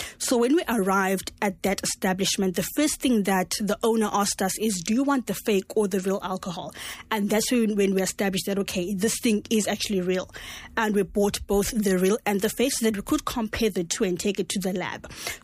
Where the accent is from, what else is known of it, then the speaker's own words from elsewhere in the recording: Cape Town, Western Cape, South Africa; being born and bred in Gugulethu and experiencing the township itself has actually groomed me to be who I am today, because I know the ins and outs of Gugulethu. I know what Gugulethu was back then